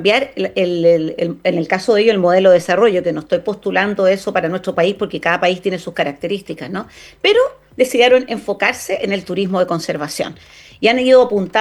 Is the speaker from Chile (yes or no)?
yes; Chile; nosotros como chilenos